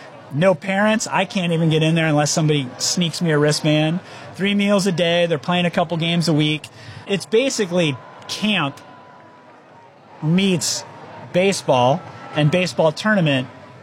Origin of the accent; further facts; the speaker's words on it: Whittier, California, United States; also born or lived in Englewood; I was born in Englewood, raised in Whittier, so East LA. We were broke a couple times over